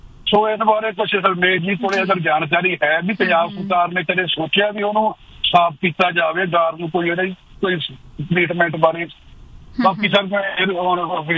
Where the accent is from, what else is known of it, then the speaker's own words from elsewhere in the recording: Bela Dhian, Punjab, India; ਮੇਰਾ ਪਿੰਡ ਹੈਗਾ ਜੀ ਨੰਗਲ ਦੇ ਵਿੱਚ, ਜਿਹੜਾ ਗੋਬਿੰਦ ਸਾਗਰ ਝੀਲ ਤੋਂ ਦਰਿਆ ਨਿਕਲਦਾ ਸਤਲੁਜ, ਸਭ ਤੋਂ ਪਹਿਲਾਂ ਪਿੰਡ ਹੈ ਜੀ ਬੇਲਾ ਧਿਆਨ ਜੀ, ਬੇਲਾ ਧਿਆਨ ਸਿੰਘ ਵੀ ਕਹਿ ਦਿੰਦੇ ਆ।